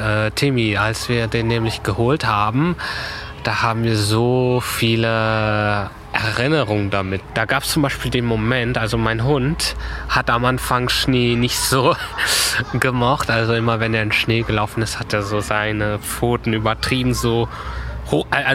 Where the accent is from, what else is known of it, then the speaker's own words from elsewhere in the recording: Aurich, Lower Saxony, Germany; also born or lived in Oldenburg; now in Berlin, Germany; Ich bin in Aurich aufgewachsen für so 11 bis 12 Jahre. Also ich bin, also das ist so an der Nordsee, Niedersachsen, also aus Friesland. Ich bin eigentlich ursprünglich in Oldenburg geboren, aber wir sind nach Aurich gezogen